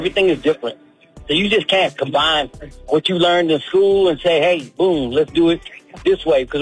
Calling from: Tomball, Texas, United States; I'm calling from Tomball, Texas.

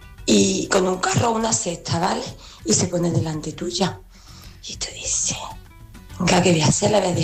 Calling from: Seville, Andalusia, Spain; de Sevilla.

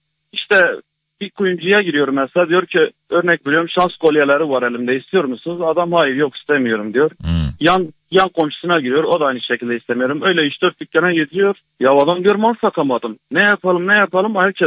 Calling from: Şanlıurfa, Turkey; Şanlıurfalıyım.

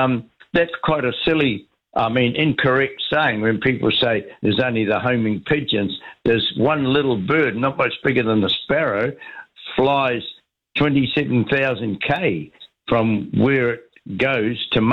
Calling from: Ireland; I'm Irish

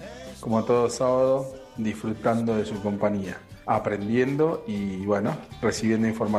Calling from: Juan José Paso, Buenos Aires Province, Argentina; de Juan José Paso. Por la puerta de nuestro pueblo pasa la ruta nacional número 5.

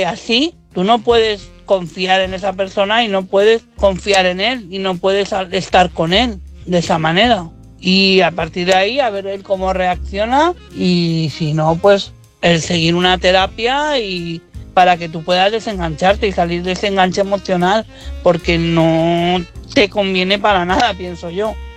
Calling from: Madrid, Community of Madrid, Spain; de Madrid.

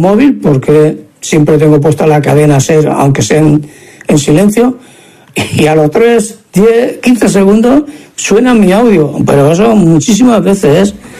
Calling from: Barcelona, Catalonia, Spain; Hola, faroleros. … de Barcelona.

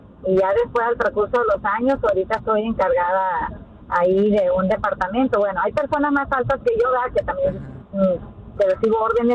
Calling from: Culiacán, Sinaloa, Mexico; Yo soy de Culiacán, Sinaloa.

